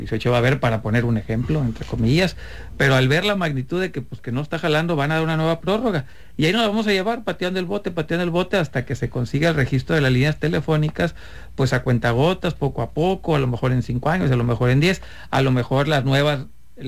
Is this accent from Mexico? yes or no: yes; Mexico; como buenos mexicanos vamos a dejar todo para el último momento